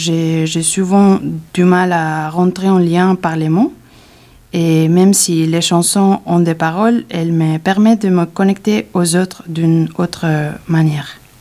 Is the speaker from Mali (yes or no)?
no; Spain; first language Spanish; French is a second language; moved away as an adult; now in Douai, France; je suis née et j'ai grandi en Espagne d'une mère espagnole et d'un père péruvien. Je suis arrivée dans le Douai il y a presque 2 ans, mais j'ai quitté mon pays il y a 20 ans.